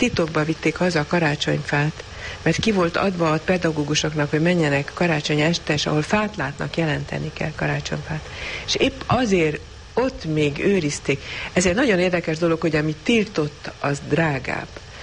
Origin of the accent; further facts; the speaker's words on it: Transylvania, Romania; voltak Romániában olyan időszakok, amikor nem volt nagy magyar nyomás. Akkor tulajdonképpen még magyar iskola, szóval egy bizonyos magyar környezetben nőttem teljesen